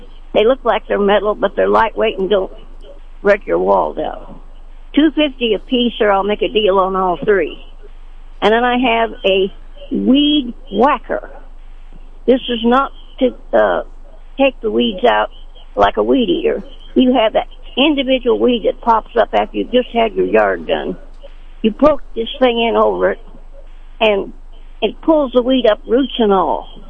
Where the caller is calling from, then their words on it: Sedalia, Missouri, United States; I'm calling from Sedalia.